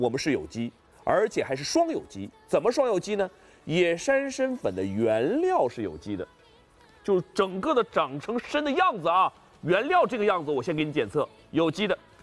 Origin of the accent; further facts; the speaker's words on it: Northeast China, China; 我是一个东北人，我估计可能有些观众听我说话也能感觉出来我说话的风格。